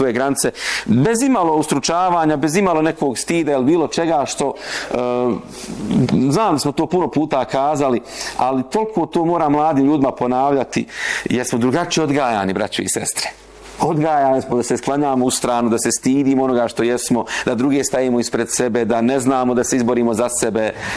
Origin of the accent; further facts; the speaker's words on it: Bosnia & Herzegovina; ja sam Bošnjak i Bosanac, ja sam musliman u vjerskom smislu, znam i ko sam i šta sam.